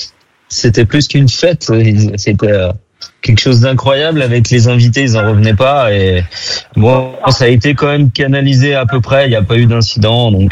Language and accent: French; France; en tant que Français